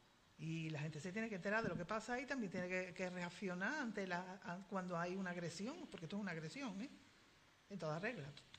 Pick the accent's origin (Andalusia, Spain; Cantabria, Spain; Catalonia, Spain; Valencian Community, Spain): Andalusia, Spain; Sanlúcar de Barrameda; me parecía que era imposible que pudiera pasar esto en mi pueblo